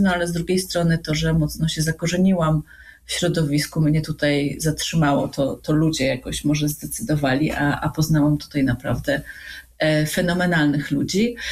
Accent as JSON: {"language": "Polish", "town": "Warsaw", "region": "Masovian Voivodeship", "country": "Poland", "tie": "born or raised there", "moved": "as an adult", "lives_now": "Łódź, Poland", "said": "Ja jestem z urodzenia warszawianką."}